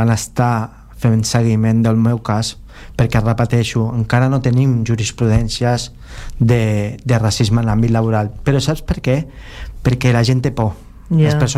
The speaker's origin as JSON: {"language": "Catalan", "country": "Philippines", "said": "jo no sóc xino, jo sóc filipí, no, jo no sóc tailandès"}